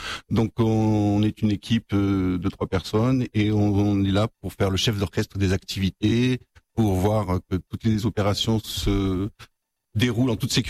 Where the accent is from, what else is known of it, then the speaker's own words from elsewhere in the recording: Provence-Alpes-Côte d'Azur, France; moved away as an adult; now in Nantes, France; je viens de la région niçoise. Avant de venir à Nantes, j'ai travaillé 20 ans à l'aéroport de Nice. Et donc en 2022, je suis venu relever un challenge.